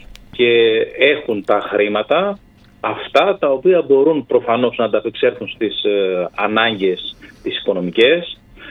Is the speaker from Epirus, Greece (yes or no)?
yes; Ioannina, Epirus, Greece; now in Volos, Greece; η πατρίδα μου είναι τα Γιάννενα